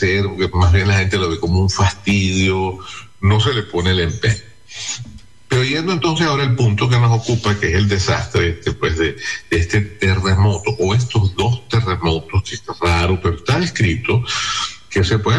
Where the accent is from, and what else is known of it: Venezuela